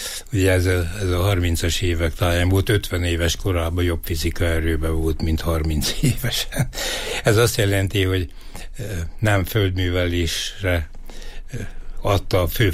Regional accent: Lajosváros, Heves, Hungary; Én vagyok az első, aki Lajosvárosban született. Tehát valóban innen nőttem fel, mint bokornak ága, ahogy mondja Radnóti. És hát minden emlékem ehhez köt.

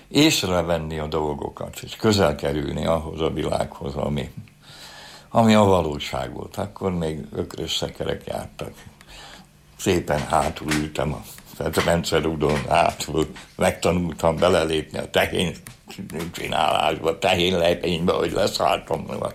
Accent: Budapest, Hungary; moved away as an adult; kerültem ide 26 évvel ezelőtt, mert hát el kellett jönni a budai, a Budapestből, hogy úgy mondjam, mert én ott nevelkedtem olyan helyen, ahol a világ legszebb helye, de akkor csubarom volt az egész, mert én 46-ban születtem a háború után

